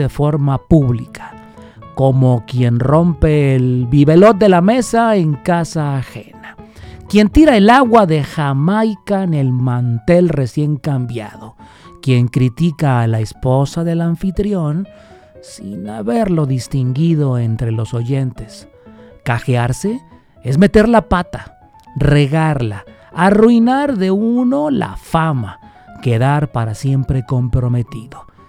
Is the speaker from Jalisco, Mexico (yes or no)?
yes; Guadalajara, Jalisco, Mexico; Esas palabras que nos definen y hacen sentir como orgullosos tapatíos.